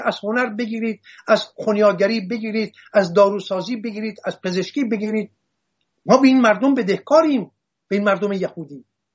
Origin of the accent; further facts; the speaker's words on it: Iran; من میخواهم یک آشوری بمانم، من هرگز نمیخواهم این آشوری بودنم را از دست بدم، ولی من یک ایرانیم